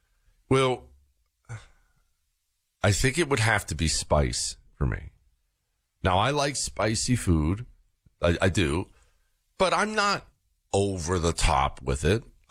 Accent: United States; I order a side of mac and cheese because I'm an American.

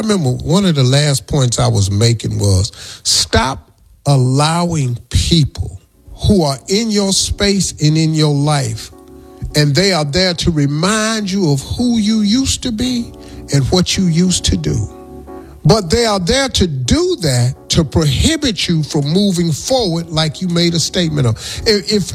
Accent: Colombia; I said, bro, what are you talking about? I'm from Colombia.

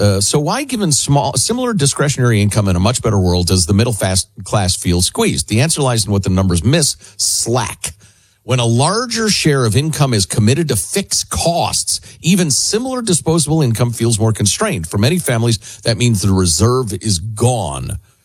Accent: Chicago, Illinois, United States; I grew up in Chicagoland where the summers were absolutely sweltering.

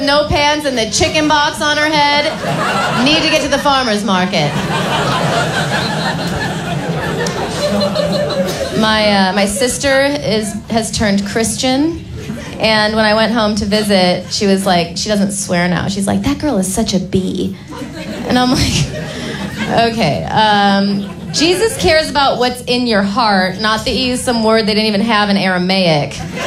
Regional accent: Illinois, United States; So I'm from Illinois.

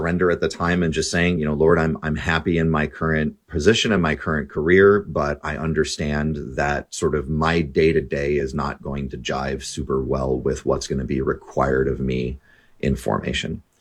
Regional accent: Minneapolis, Minnesota, United States; now in St. Paul, United States; So I live in St. Paul, Minnesota with my wife and my four kids. I'm a lifer. I grew up in the Minneapolis side of the river and then moved over here about 15 years ago.

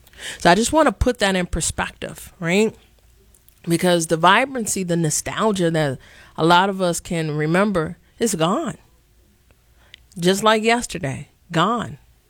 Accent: Chicago, Illinois, United States; born there; I grew up with it in Washington Park, too.

